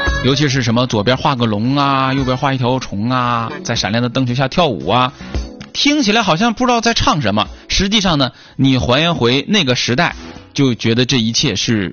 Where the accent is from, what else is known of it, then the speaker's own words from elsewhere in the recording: Northeast China, China; 这个东北人除了我们会东北方言之外呢，有时候也能整两句粤语歌曲，但是呢说的不太标准。